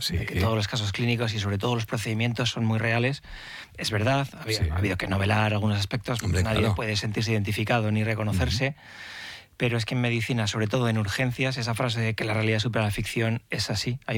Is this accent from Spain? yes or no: yes; Alcanadre, La Rioja, Spain; moved away as an adult; now in San Sebastián, Spain; Soy de Alcanadre, un pueblecito pequeño en la ribera del Ebro.